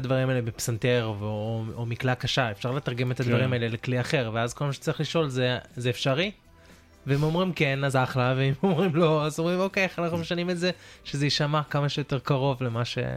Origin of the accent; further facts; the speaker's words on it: Australia; also born or lived in California; ההורים שלי מהארץ, אני נולדתי בקליפורניה, ואני כאילו, אני חייתי פה כל החיים שלי, אז אני מדבר שפה אחרת, ויש לי קשר לתרבות אחרת, אבל אני לא מהמקום הזה